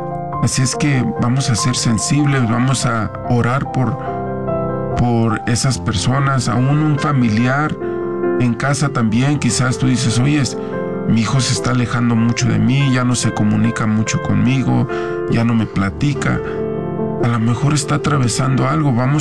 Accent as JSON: {"language": "Spanish", "region": "Guanajuato", "country": "Mexico", "said": "soy de Guanajuato."}